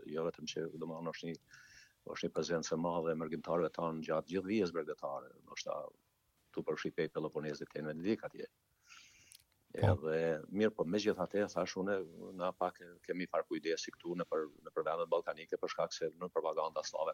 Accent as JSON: {"language": "Albanian", "town": "Deçan", "region": "Peja District", "country": "Kosovo", "said": "nga Komuna Deçanit"}